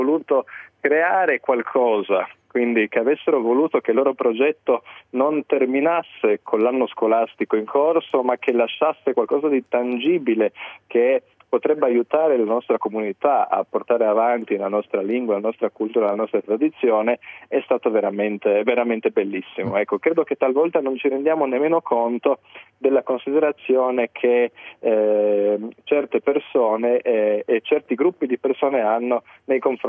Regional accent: Rijeka, Primorje-Gorski Kotar County, Croatia

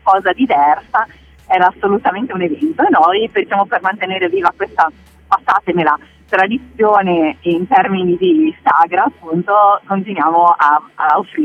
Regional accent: Friuli-Venezia Giulia, Italy

